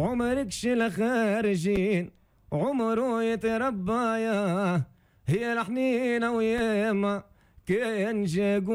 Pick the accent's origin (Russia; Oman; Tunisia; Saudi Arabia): Tunisia; Sousse, Sousse Governorate; born there; مولود في سوسه. بابا مولود في سوسه.